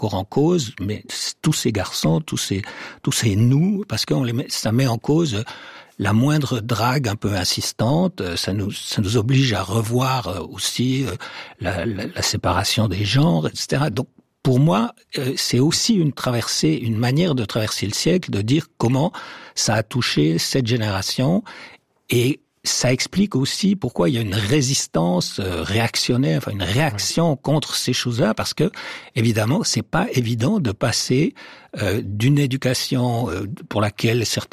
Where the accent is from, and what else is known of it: Switzerland